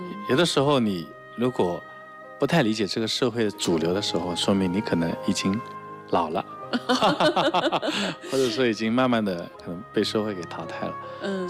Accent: China

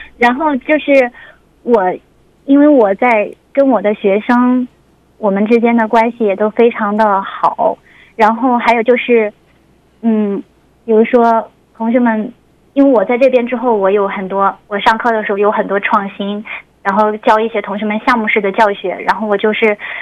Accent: Chongqing, China; moved away as an adult; now in Kashgar, China; 出生长在重庆

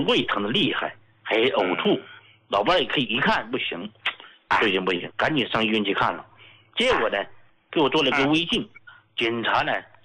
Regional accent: Sichuan, China; accent: Sichuanese; 就我们四川话讲呢，那睡的踏实了

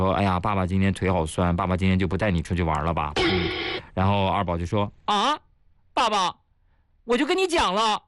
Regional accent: Shanxi, China; 对，我是山西人啊，我特别爱喝醋，

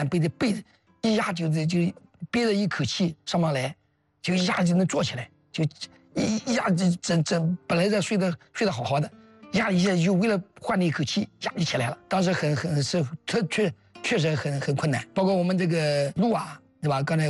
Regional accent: Anhui, China; 我们因为当时三南的那个军红军司令是我们安徽人

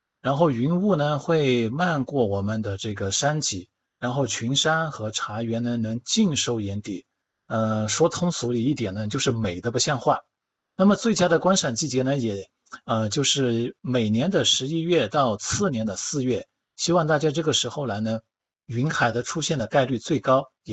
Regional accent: Yunnan, China

